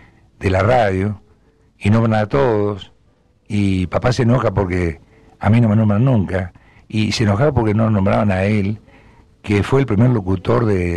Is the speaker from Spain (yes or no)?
no; Gualeguay, Entre Ríos, Argentina; born there; also born or lived in Mogoyá; now in Villaguay, Argentina; Para quienes no lo sepan, yo soy nacido en Gualeguay, pero no hay nada que me una hoy a Gualeguay